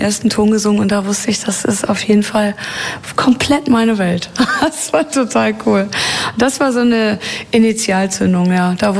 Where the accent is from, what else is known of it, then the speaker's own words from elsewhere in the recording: Hagen, North Rhine-Westphalia, Germany; in meiner Heimatstadt in Hagen in einem Jugendheim.